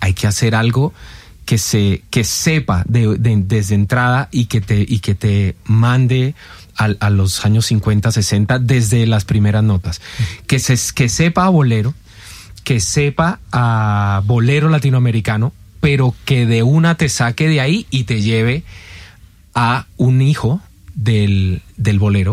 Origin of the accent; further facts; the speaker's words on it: Camagüey, Cuba; Yo soy de Camagüey, es un pueblo que queda en la parte centro oriente de Cuba. Viene siendo como el Villavicencio de Cuba.